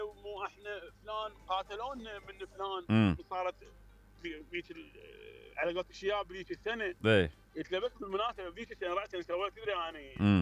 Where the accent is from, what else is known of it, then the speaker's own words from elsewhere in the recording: Iraq; ليش مو وأنت عراقي وأنا عراقي